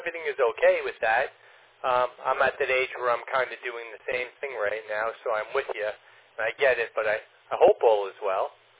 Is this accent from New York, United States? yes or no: yes; Lynbrook, New York, United States; moved away as an adult; now in Long Island (near Jericho Turnpike), United States; I moved here about 8 years ago. I grew up actually in Lynbrook, and then I came out this way